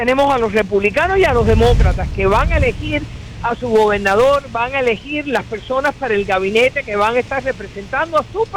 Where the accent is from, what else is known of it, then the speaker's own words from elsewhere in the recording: Cuba; born there; moved away; Yo nací en Cuba y le doy gracias a mis padres que me sacaron de ese infierno